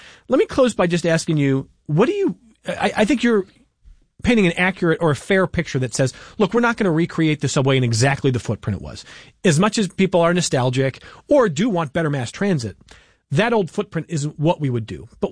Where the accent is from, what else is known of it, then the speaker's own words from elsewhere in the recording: Cleveland, Ohio, United States; I grew up in Cleveland, and the rapid transit is still popular there.